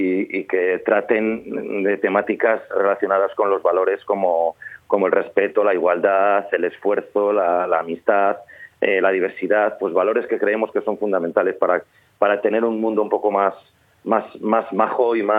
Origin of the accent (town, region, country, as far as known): Valladolid, Castile and León, Spain